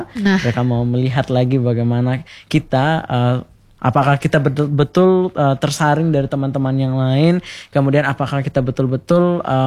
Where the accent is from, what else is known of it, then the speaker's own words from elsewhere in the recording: Sumba, East Nusa Tenggara, Indonesia; saya anak-anak Sumba yang dari pelosok